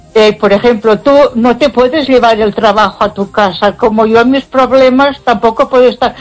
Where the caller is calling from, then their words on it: Ponferrada, Castile and León, Spain; de Ponferrada.